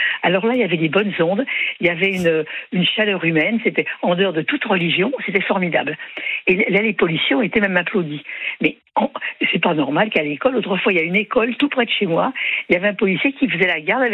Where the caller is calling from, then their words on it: Marseille, Provence-Alpes-Côte d'Azur, France; Et je suis à Marseille, oui.